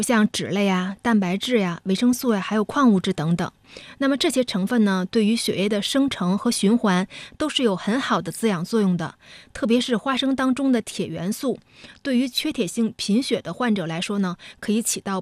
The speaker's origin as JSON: {"language": "Chinese", "region": "southern China", "country": "China", "said": "因为我是南方人，在我们家里呢就会把它叫成酱"}